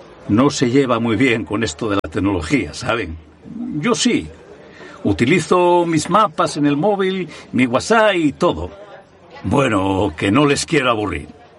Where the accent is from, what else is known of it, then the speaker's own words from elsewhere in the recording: Gijón, Asturias, Spain; Soy de Gijón de toda la vida. He trabajado por más de 50 años en el puerto del Musel y vivo en la barriada del Llano.